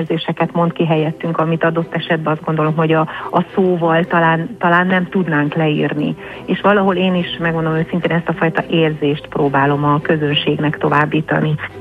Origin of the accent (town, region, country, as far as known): Székely Land, Romania; born or raised there